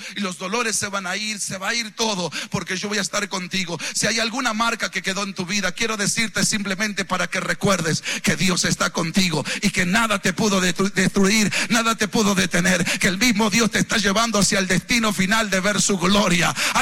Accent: Argentina; en Argentina nosotros sacamos pecho como argentinos

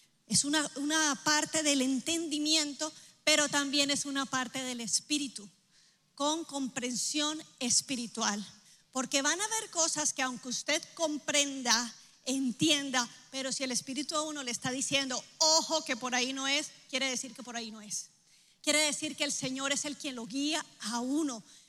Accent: Barranquilla, Atlántico, Colombia; born there; moved away; Yo nací en Barranquilla, Colombia.

